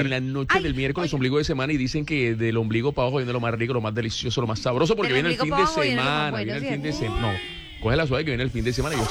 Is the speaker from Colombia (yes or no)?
yes; Barranquilla, Atlántico, Colombia; nosotros aquí somos barranquilleros.